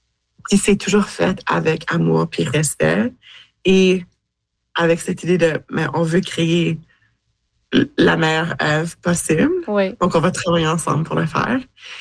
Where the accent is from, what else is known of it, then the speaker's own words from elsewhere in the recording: Manitoba, Canada; Puis, tu sais, moi, je viens du Manitoba.